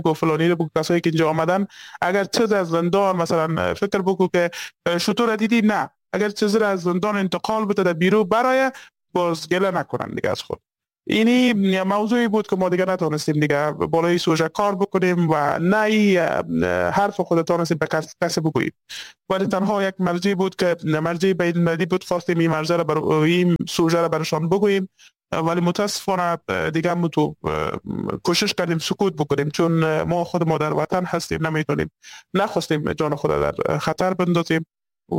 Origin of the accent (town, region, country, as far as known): Afghanistan